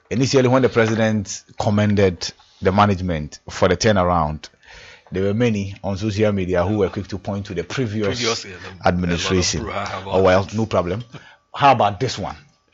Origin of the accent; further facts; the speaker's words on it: Ghana; as a Ghanaian.